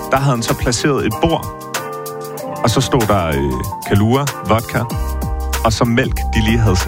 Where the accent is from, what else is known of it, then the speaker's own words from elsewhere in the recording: Region of Southern Denmark, Denmark; moved away; vi tog ned sydpå, hvor jeg er fra.